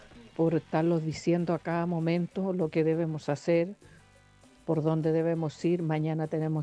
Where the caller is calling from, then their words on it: Placilla, Valparaíso, Chile; Yo les hablo desde Placilla.